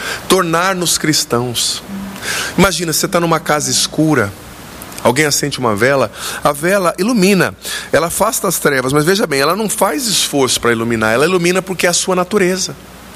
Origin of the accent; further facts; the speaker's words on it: Paraná, Brazil; born there; moved away; lá na minha cidade, no Paraná